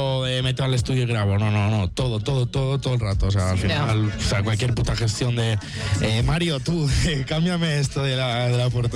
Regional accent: Mondragón, Basque Country, Spain; pues rockeros y en mi pueblo, pues en Mondra, me puncarras de estos de tal

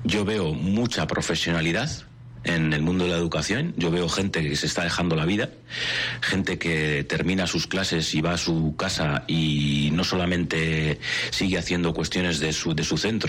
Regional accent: Biscay, Basque Country, Spain; now in Seville, Spain; soy vizcaíno, vivo en Sevilla

